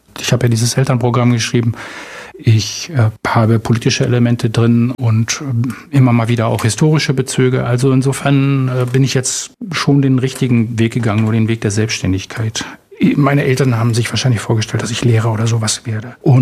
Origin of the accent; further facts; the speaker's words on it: Berlin, Germany; Ich bin im amerikanischen Sektor in West-Berlin groß geworden